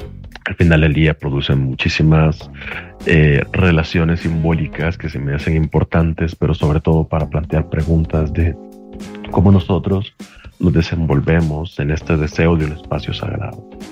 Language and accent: Spanish; El Salvador; moved away